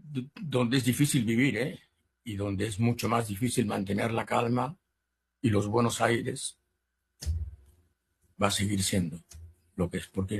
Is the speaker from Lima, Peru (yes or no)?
yes; Lima, Peru